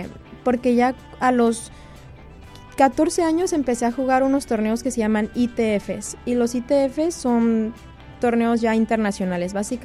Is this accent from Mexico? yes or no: yes; Mexico